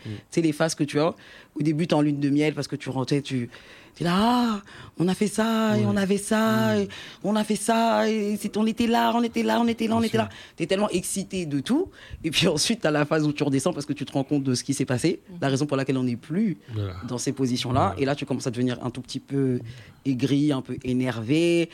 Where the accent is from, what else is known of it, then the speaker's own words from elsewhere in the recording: Haiti; c'est un documentaire que j'ai regardé sur Haïti, sur l'histoire d'Haïti, pour le coup, je suis haïtienne